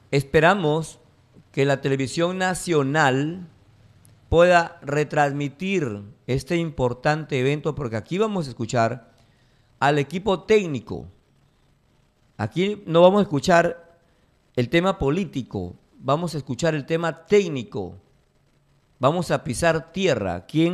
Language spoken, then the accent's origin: Spanish; Peru